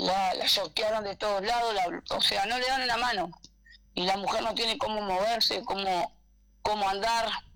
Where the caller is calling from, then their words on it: Montevideo, Uruguay; yo soy de Montevideana, yo hace 4 años que vivo acá